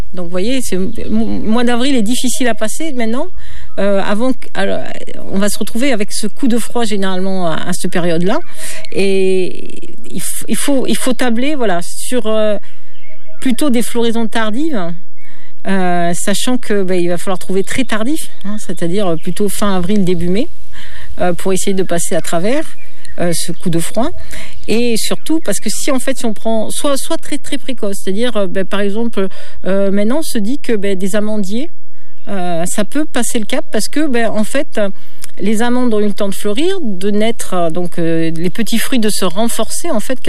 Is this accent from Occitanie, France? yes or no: yes; Occitanie, France; chez nous en Cévennes